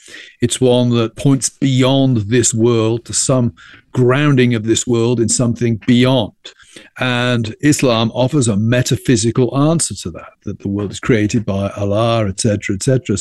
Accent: England, United Kingdom; You know, my home country of England even has a different culture to that of Scotland, let alone Italy or Spain.

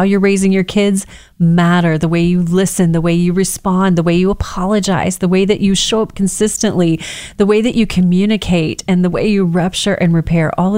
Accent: Texas, United States; accent: Texas twang; Cause, you know, we're from Texas, so we got little Texas twang in there

